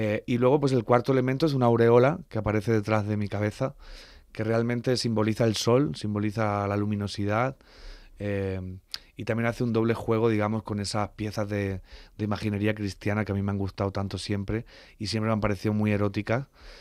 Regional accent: southern Spain, Spain; los que somos del sur de España

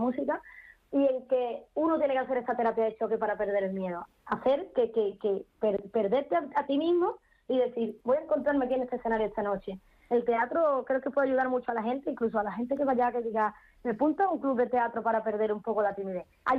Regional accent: Jerez de la Frontera, Andalusia, Spain; born there; yo que nací en Jerez

